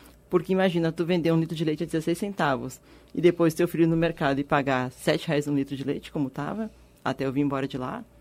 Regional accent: Santa Maria, Rio Grande do Sul, Brazil; moved away; lá no sul, sou de Santa Maria

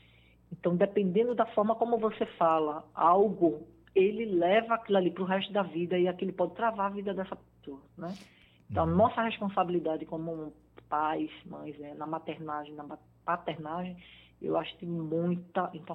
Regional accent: Recife, Pernambuco, Brazil; now in Gravatá, Brazil

